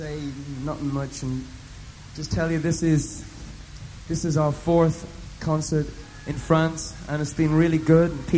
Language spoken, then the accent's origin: English; Ireland; I'm Irish myself